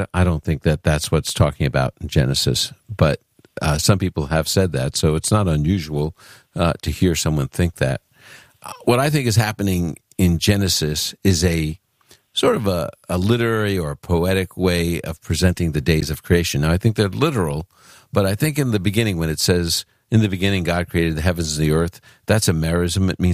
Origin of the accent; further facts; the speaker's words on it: Brooklyn, New York, United States; accent: New York; He thinks I should do the whole program with my New York accent, my true accent, the way I should talk, because I'm from Brooklyn